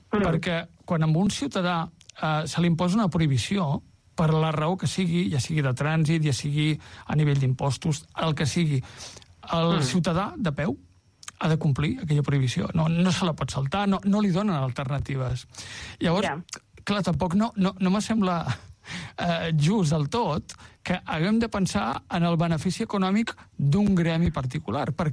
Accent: Tarragona, Catalonia, Spain; Jo he nascut a Tarragona, he viscut aquí pràcticament tota la vida.

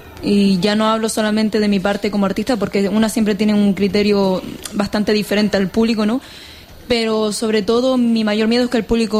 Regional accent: Vecindario, Canary Islands, Spain; born there; en mi pueblo, en vecindario.

